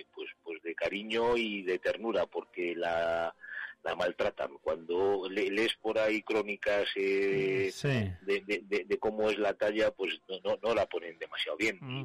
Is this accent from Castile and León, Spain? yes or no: yes; Gómara, Castile and León, Spain; Y además un recuerdo enorme pues para el padre de Vanessa Gascón, don Miguel Gascón, panadero de mi pueblo, de Gómara